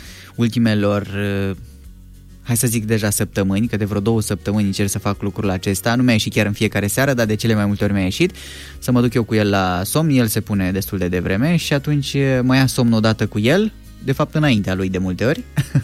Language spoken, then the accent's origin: Romanian; Iași, Iași County, Romania; eu sunt de la Iași